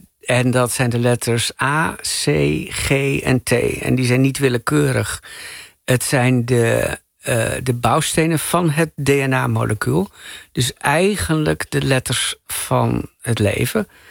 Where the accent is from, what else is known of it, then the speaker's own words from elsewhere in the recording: Drenthe, Netherlands; Dus waar kom je vandaan? Wat is je, uit welk grondsop? En dat is voor mij Drenthe.